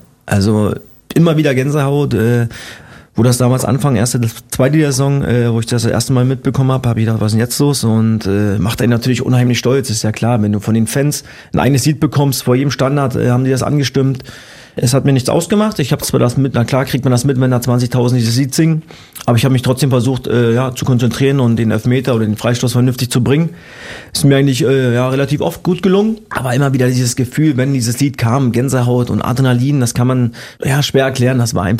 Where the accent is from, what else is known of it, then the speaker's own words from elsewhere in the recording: Cottbus, Brandenburg, Germany; born there; Also ich bin gebürtiger Cottbusser